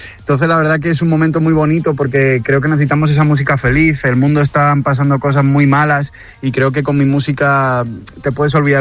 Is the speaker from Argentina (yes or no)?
no; Madrid, Community of Madrid, Spain; da igual que yo soy de Madrid y en invierno llueve mucho